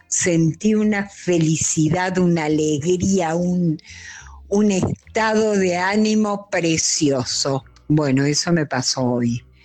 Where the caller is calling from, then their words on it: Buenos Aires, Argentina; de Palermo